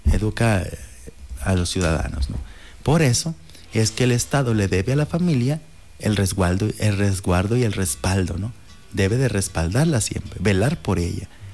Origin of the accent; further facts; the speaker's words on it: Mexico; todos los que somos mexicanos